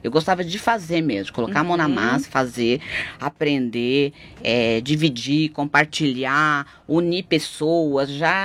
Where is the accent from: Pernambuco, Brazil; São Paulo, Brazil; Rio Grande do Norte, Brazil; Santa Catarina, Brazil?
São Paulo, Brazil; Ilhabela; porque eu fui criada na Ilha Bela, né? Então, assim, fui criada com a natureza.